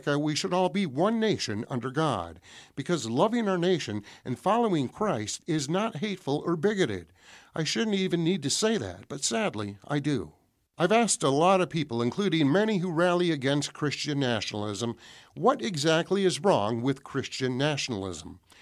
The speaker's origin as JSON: {"language": "English", "country": "United States", "said": "I am an American, but I respect and admire my Irish heritage."}